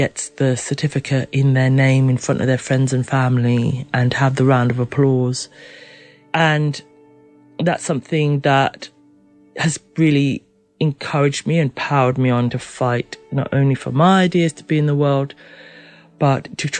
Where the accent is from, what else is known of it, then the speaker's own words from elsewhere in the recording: St. Kitts & Nevis; also born or lived in Kenya; now in United Kingdom; So my mum was from St. Kitts, which is why I ended up in St. Kitts. My dad's Kenyan. I was born in Kenya. And then when my parents separated, I moved to St. Kitts.